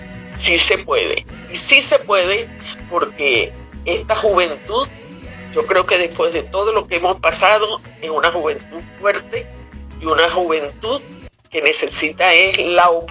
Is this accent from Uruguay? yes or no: no; Venezuela; nosotros como venezolanos